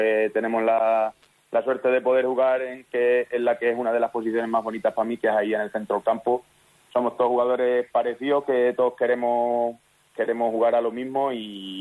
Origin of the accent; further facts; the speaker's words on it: Extremadura, Spain; toda mi carrera deportiva está siendo aquí, en mi pueblo, en mi equipo